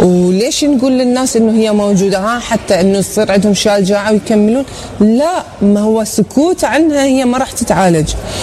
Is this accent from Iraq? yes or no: yes; Iraq